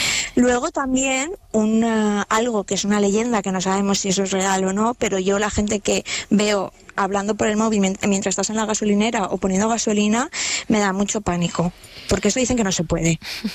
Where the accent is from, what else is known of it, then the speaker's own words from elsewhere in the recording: Valencian Community, Spain; siendo valenciana.